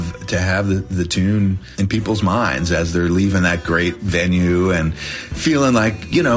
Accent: Beloit, Wisconsin, United States; now in Nashville, United States; You know, I grew up in Wisconsin, and I have to admit, this is kind of on the DL, but I grew up in Beloit, not in Madison. But I spent a lot of time in Madison as a kid.

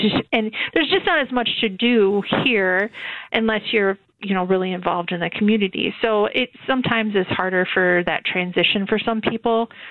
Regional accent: Norwalk, Wisconsin, United States; I mean, I grew up in Norwalk, Wisconsin, which is a very small town, mm-hmm. and I moved back basically to the same area.

